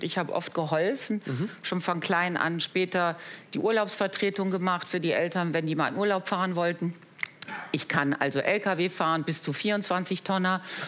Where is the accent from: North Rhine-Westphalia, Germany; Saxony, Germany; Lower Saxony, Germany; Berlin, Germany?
North Rhine-Westphalia, Germany; Solingen; moved away; Ich bin da geboren, aufgewachsen, zur Schule gegangen und die Werte, die ich mitbekommen habe, die erden mich heute, seit ich eigentlich Solingen verlassen habe.